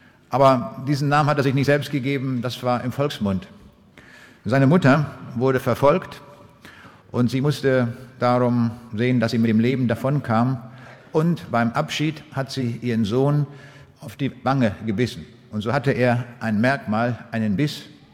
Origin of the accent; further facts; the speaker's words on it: Braunschweig, Lower Saxony, Germany; Ich komme aus der Stadt Braunschweig